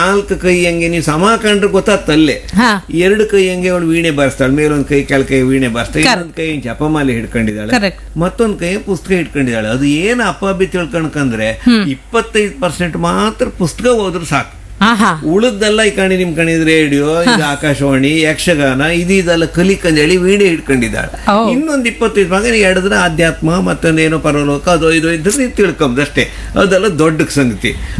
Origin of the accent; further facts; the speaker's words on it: Mallolli, Karnataka, India; ನಾನು ಇಲ್ಲಿಂದ ಒಂದು ಈ ಒಂದು 15-16 ಕಿಲೋಮೀಟರ್ ಆಚೆ ಬಿದ್ಕಲ್ಕಟ್ಟೆ ಹುಣಸಬಕ್ಕಿ ಮಳ್ಳೊಳ್ಳಿ ಅಂತ ಗೊತ್ತಿತ್ತಲ್ಲ, ನಾನು ಹುಟ್ಟಿದ್ದು ಮಳ್ಳೊಳ್ಳಿಗೆ, ನಾವು ಬೆಳೆದು ಮಳ್ಳೊಳ್ಳಿಗೆ.